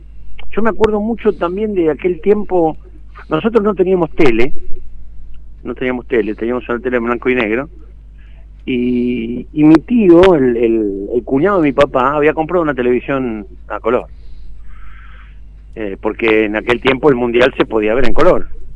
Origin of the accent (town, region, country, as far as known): Argentina